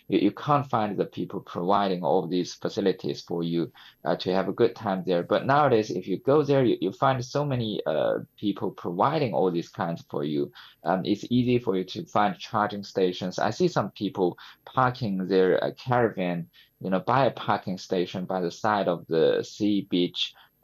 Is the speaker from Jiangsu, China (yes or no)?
yes; Nanjing, Jiangsu, China; I was surprised by how many cars British were having at that time compared with my hometown, Nanjing, which is also a very large city in China.